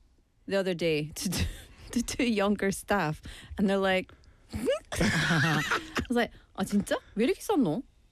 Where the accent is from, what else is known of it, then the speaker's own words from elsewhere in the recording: Scotland, United Kingdom; moved away; Now, I know that both of you can hear my accent and tell that I'm from Scotland.